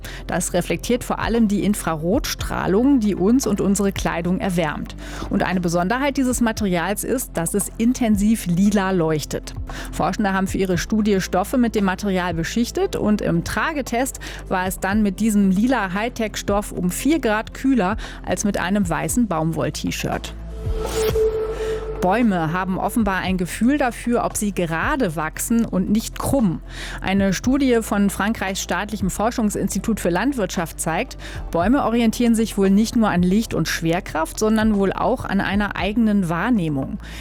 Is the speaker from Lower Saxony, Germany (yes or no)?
yes; Nordenham, Lower Saxony, Germany; ich bin aus Nordenham.